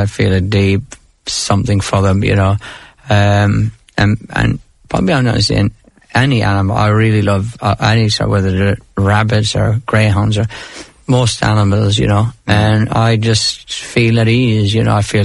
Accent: Munster, Ireland; moved away; Growing up in Crandy Clare, it was, you mean, it's an enjoyable place. You know, once we lived off the land, but we loved it

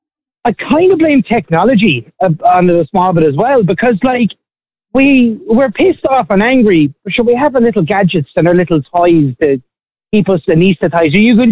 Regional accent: Ireland; So as Irish people, we're a very duplicitous people.

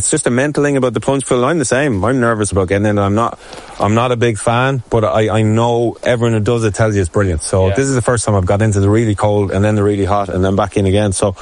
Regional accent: Galway, Connacht, Ireland; I'm from Galway. Growing up, we were always by the sea.

